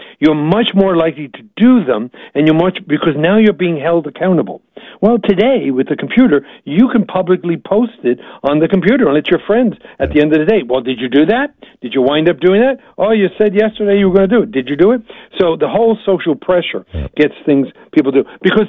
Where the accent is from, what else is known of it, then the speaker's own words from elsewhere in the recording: New York, United States; now in Chicago, United States; I'm from New York